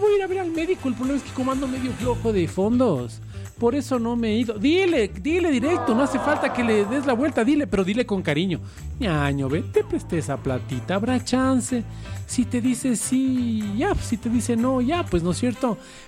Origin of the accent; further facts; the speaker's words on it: Quito, Pichincha, Ecuador; Y soy los quiteños.